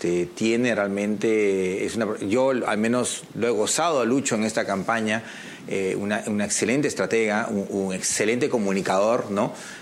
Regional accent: Peru; reconciliarnos, ¿no? Como peruanos también, ¿no?

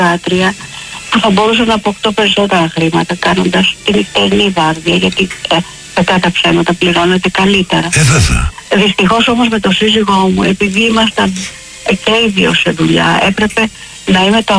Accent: Greece; now in Sydney, Australia; Σας ακούω και συγκινούμε πάρα πολύ την πατρίδα μου, την Ελλάδα.

